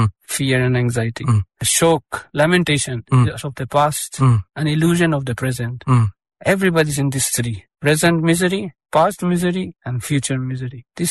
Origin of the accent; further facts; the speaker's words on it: Spain; English is a second language; Just like I'm from Spain, we could have so many people here from so many countries